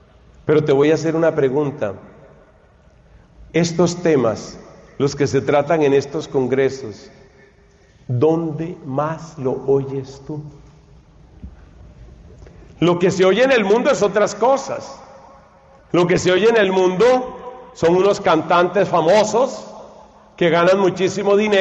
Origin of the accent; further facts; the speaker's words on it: Colombia; moved away; Me preguntaron de allá de mi país